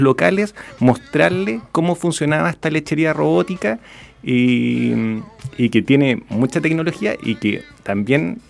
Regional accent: Puerto Varas, Los Lagos, Chile; also born or lived in Los Muermos; Nací en Puerto Varas, uh-huh. Soy puertovarino. Me crié en el campo, pero toda la educación la hice en Puerto Varas y he vivido siempre, he dormido en Puerto Varas. Así como que durante el día hacía mi vida en Los Muermos, pero en la noche llegaba a dormir a Puerto Varas.

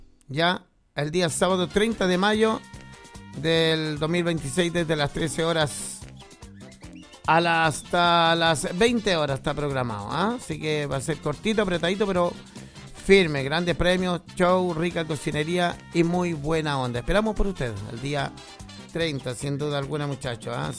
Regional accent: Chile; ¡Chilenos somos todo el año!

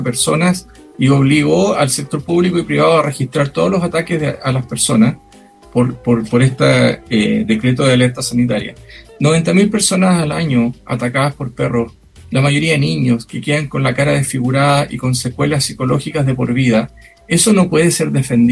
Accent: Chile; also born or lived in England / United States; El problema somos los chilenos que no tenemos la costumbre de cuidar a nuestros animales y hacernos responsables de lo que ellos hagan. Yo viví fuera de Chile, en Inglaterra y en Estados Unidos

